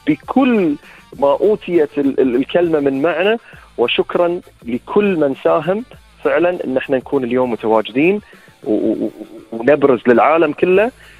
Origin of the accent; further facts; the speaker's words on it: Bahrain; ويكون السباق عندنا في البحرين.